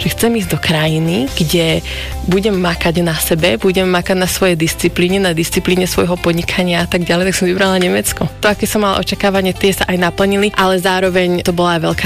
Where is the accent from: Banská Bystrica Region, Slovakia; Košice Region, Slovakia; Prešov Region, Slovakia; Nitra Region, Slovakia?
Nitra Region, Slovakia; Hontianska Vrbica; also born or lived in Želiezovce; now in United States; Narodila som sa v Želiezovciach, ale pochádzam z Hontianskej Vrbice, čo je taká malá dedinka vedľa Levíc.